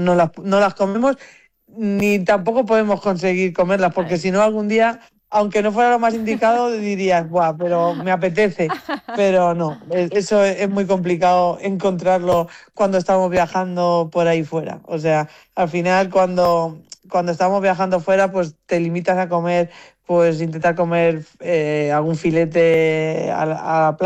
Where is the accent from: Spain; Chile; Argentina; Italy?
Italy; Y vengo de Italia